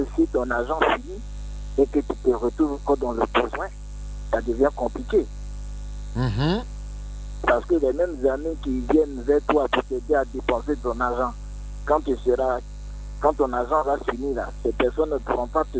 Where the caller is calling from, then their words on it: Abidjan, Côte d’Ivoire; j'appelle depuis le Vallon.